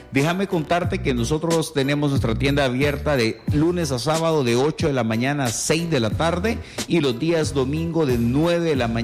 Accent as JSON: {"language": "Spanish", "country": "El Salvador", "said": "estamos ubicados como buenos salvadoreños en la entrada de la carretera Panamericana."}